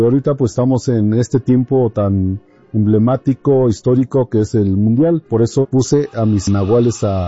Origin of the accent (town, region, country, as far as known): Oaxaca, Mexico; first language Mazatec; Spanish is a second language